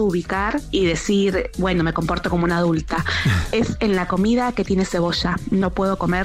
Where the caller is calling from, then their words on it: Guernica, Buenos Aires Province, Argentina; de Guernica.